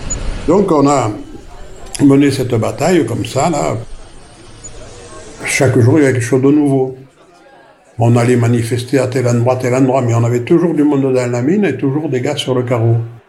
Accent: Les Salles-du-Gardon, Occitanie, France; born there; Je suis né aux Salles du Gardon, canton de la Grand-Combe.

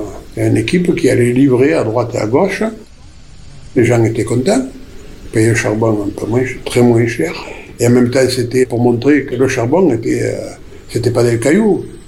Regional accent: Les Salles-du-Gardon, Occitanie, France; born there; Je suis né aux Salles du Gardon, canton de la Grand-Combe.

